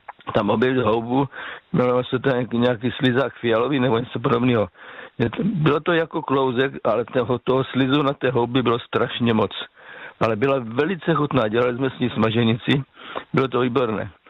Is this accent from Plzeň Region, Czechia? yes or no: no; South Moravian Region, Czechia; U nás na Jižní Moravě jako těch možností tam začíná.